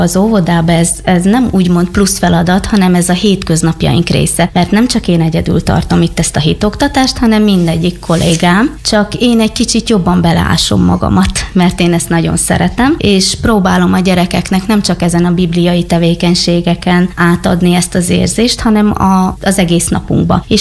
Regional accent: Zakarpattia Oblast, Ukraine; now in Hungary; mert én Kárpátaljáról jöttem, és más szokásaim vannak, másképp éltük a hétköznapjainkat, másképp is beszélek

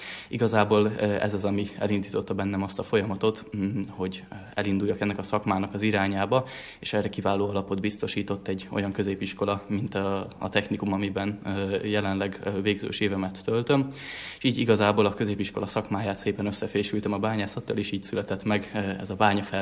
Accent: Transylvania, Romania; now in Budapest, Hungary; én egy erdélyi bányavidékről származom

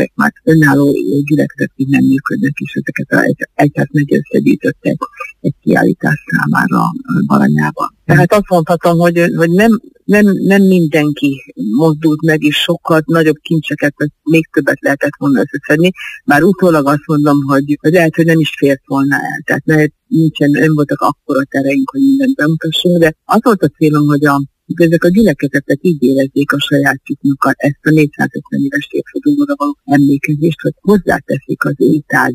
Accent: Hungary; gyerekkoromban ugye Tisztán innen vagyok, és ott a parókián ott volt az édesapám szobájában az egyházláda

